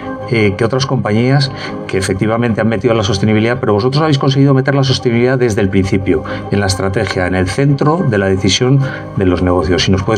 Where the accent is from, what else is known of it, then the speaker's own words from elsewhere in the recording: Madrid, Community of Madrid, Spain; como madrileño, además, gato que soy, y soy de Mau